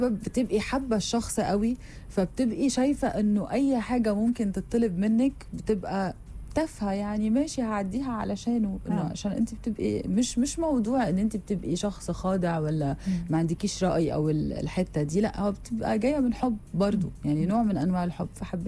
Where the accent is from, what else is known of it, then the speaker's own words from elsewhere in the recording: Lebanon; now in Egypt; احنا مشكلتنا كلبنانيين او فورينرز ان جنرال، لما بنيجي نقلش هنا في المصري